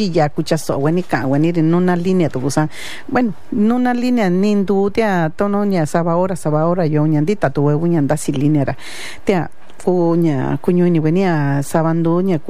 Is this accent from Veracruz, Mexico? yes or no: no; Huajuapan de León, Oaxaca, Mexico; Quiero decir Meritito Huajuapan de León, pero no me dejó aclarar, Meritito Huajuapan de León, en el sentido de que pertenecemos, porque Huajuapan de León es nuestra capital